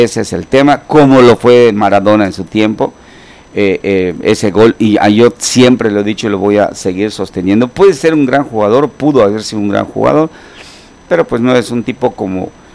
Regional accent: Spain; born there; Nosotros, que somos españoles de nacimiento, pues le fuimos a España

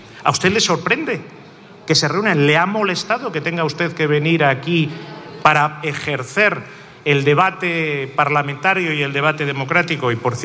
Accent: Madrid, Community of Madrid, Spain; Madrid es una ciudad maravillosa, se lo digo como madrileño.

